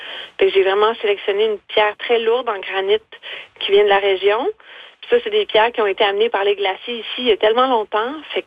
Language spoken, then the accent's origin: French; Rimouski, Quebec, Canada; born there; now in Saint-Narcisse-de-Rimouski, Canada